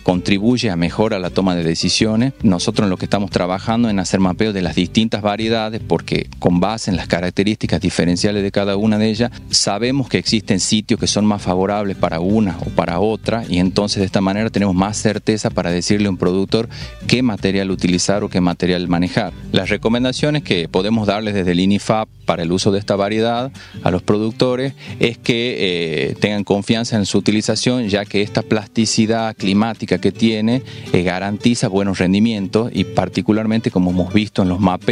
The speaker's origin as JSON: {"language": "Spanish", "country": "Argentina", "also_born_or_lived": "Xalapa, Mexico", "moved": "as an adult", "lives_now": "Veracruz, Mexico", "said": "yo soy argentino y por azares del destino llegué a Veracruz a hacer investigación."}